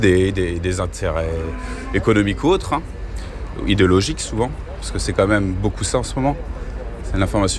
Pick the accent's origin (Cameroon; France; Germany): France; Nouvelle-Aquitaine; now in Dordogne, France; J'ai grandi un peu à la campagne, vers Angoulême, en Charente.